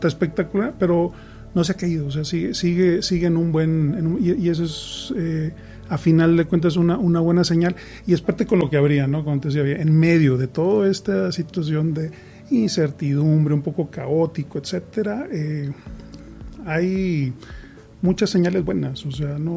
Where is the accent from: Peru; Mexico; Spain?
Mexico; Yo soy fan de nuestro país